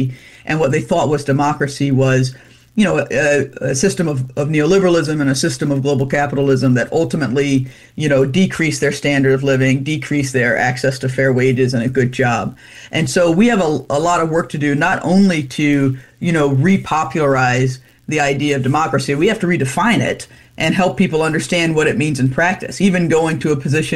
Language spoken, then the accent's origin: English; the South, United States; as a Southerner